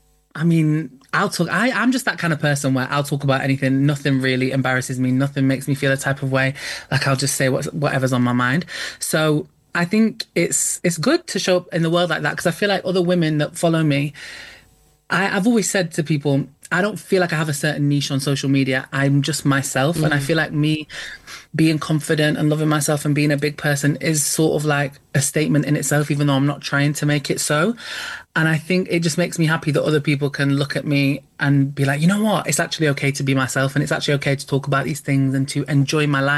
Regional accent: United Kingdom; I mean, I think as British people in general

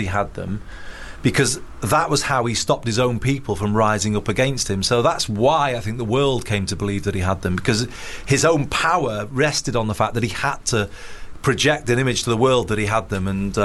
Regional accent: Liverpool, North West England, United Kingdom; born there; also born or lived in Manchester; I was born in Liverpool

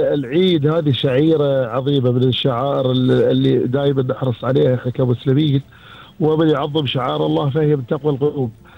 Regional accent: Qatar; إحنا كقطريين

